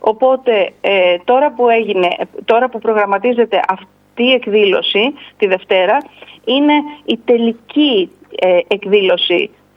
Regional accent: Zacharo, Western Greece, Greece; also born or lived in Anilio; Εγώ είμαι καθηγήτρια μαθηματικών στο Μετσόβιο Πολυτεχνείο και έχω καταγωγή από το Ανήλιο και τη Ζαχάρο.

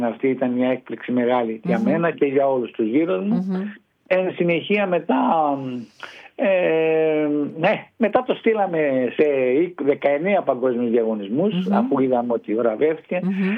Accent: Heraklion, Crete, Greece

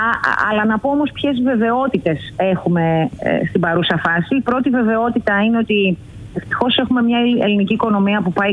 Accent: Grevena, Western Macedonia, Greece; Είναι το χωριό μου και πιστέψτε με ότι κάθε φορά που έφευγα από την Αθήνα για να πάω στο χωριό μου, στα Γρεβενά.

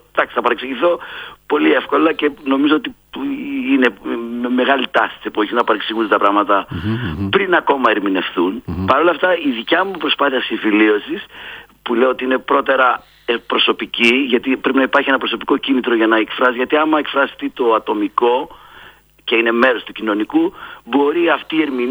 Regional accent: Thessaloniki, Central Macedonia, Greece; αφού είμαι από τη Θεσσαλονίκη.

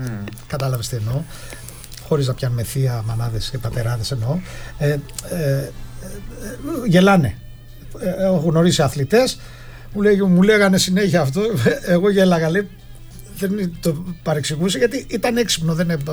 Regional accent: Kaspakas, North Aegean, Greece; Εγώ είμαι από το από Κάσπακα. Είδες πως φαίνεται τον κόσμο κοντά, αν και στο ίδιο νησί, αλλά διαφορετικά χωριά.

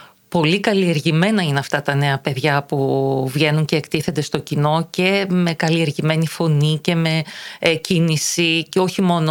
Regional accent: Greece; εμείς ως Έλληνες.

